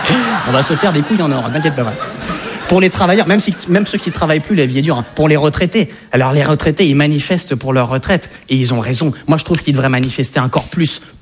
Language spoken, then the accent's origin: French; France